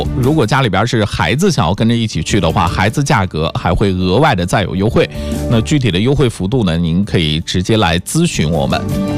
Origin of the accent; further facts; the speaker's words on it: northern China, China; 因为我是北方人